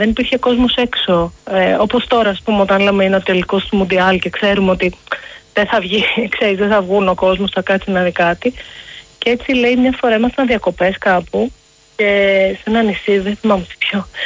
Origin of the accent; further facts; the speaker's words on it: Athens, Attica, Greece; η οικογένειά μου ήταν αστική, είμαστε Αθηναίοι, ενώ υπάρχουν, έτσι, έχουν γεννηθεί στην Κωνσταντινούπολη, στη Σμύρνη, έχουμε από Οδυσσό, από Ρέθυμνο, αλλά οικογένεια, μεγαλώσαμε στην Αθήνα όλοι.